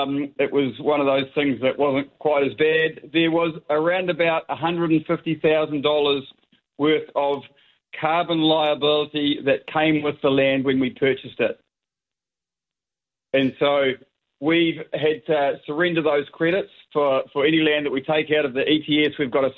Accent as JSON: {"language": "English", "region": "Gisborne", "country": "New Zealand", "tie": "born or raised there", "said": "I grew up in Gisborne, but I've been away sort of actually a bit like you, Jamie."}